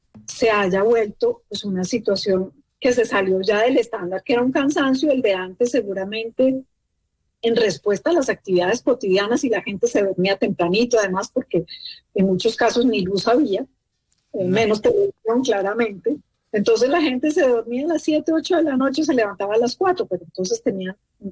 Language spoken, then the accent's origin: Spanish; Manizales, Caldas, Colombia; Yo soy de Manizales, entonces las familias grandes eran grandísimas.